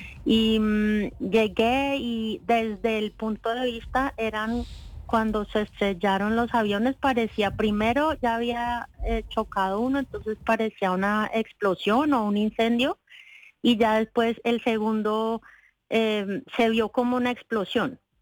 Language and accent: Spanish; Colombia; moved away as an adult; yo soy de Colombia